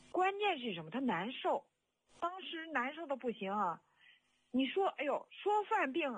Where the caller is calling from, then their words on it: Shijiazhuang, Hebei, China; 我是石家庄的一名退休老师。